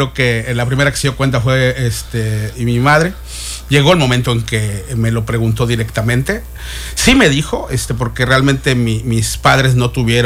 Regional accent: Mexico City, Mexico; born there; moved away as an adult; now in Cancún, Mexico; Yo nací en la Ciudad de México.

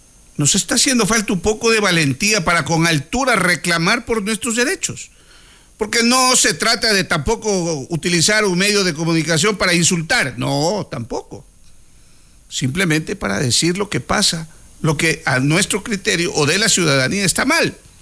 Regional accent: El Oro Province, El Oro, Ecuador

